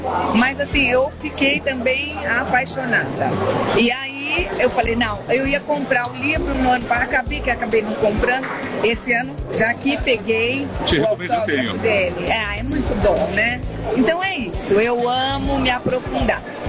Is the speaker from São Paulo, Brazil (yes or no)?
yes; São Paulo, Brazil; also born or lived in Birigui; Eu sou de São Paulo, nasci em Birigui, mas eu nunca morei em Birigui. A gente veio para São Paulo quando eu tinha 2 aninhos.